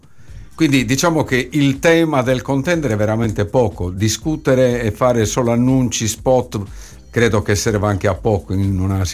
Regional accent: Orosei, Sardinia, Italy; Orosei, Bassa Baronia.

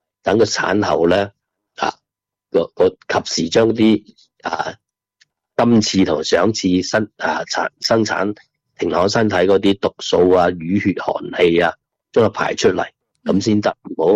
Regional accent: Guangdong, China; 咁当然啦，我哋广东人啊，饮嗰啲姜醋啊啲咁啊

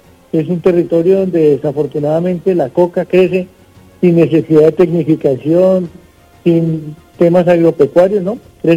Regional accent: Norte de Santander, Colombia; he tenido la oportunidad de recorrer los 40 municipios de este departamento. Soy oriundo de acá, defiendo mi tierra

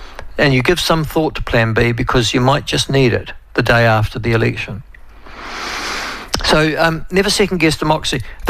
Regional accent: New Zealand; It's the day I feel positive about being a New Zealander. It's the day I affirm that I am one.

